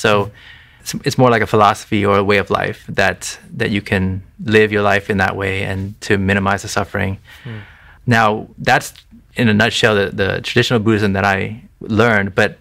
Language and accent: English; United States; growing up here, born here and raised here, my parents had emphasized in me at a young age that, you know, to be Thai, even living here in the States, we have to keep our Thai identity, so we have to stay Buddhist.